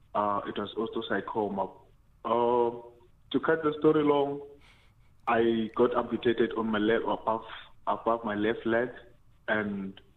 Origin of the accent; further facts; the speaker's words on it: Klerksdorp, North West, South Africa; I'm from Klerksdorp. Klerksdorp, Ogniganana.